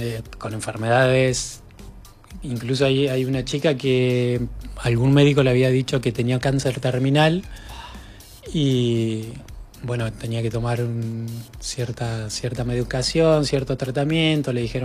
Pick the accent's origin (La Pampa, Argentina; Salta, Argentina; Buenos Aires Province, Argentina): Buenos Aires Province, Argentina; Trenque Lauquen